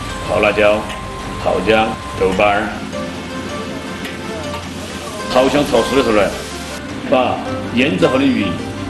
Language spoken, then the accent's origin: Chinese; Laifeng, Chongqing, China; 我呢是一个土生土长的来凤人， … 今年呢已经49岁了，我在这个住了30多年了，从86年开始